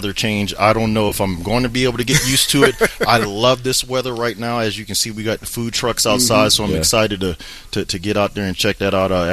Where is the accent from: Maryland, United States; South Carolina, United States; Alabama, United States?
South Carolina, United States; moved away as an adult; now in Midwest, United States; I'm from the South